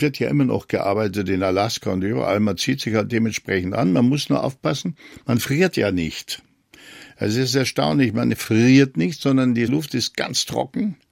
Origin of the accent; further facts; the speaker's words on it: Germany; moved away as an adult; also born or lived in Edmonton, Canada; weil wir als Deutsche glauben, in einem Vorstellungsgespräch zieht man sich sauber an mit Anzug und Krawatte